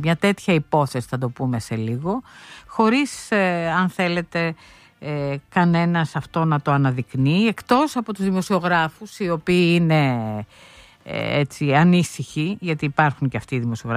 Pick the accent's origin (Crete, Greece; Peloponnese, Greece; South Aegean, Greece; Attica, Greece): Peloponnese, Greece; Sparta; moved away; η πατρίδα μου η Σπάρτη έχει από τις μεγαλύτερες θερμοκρασίες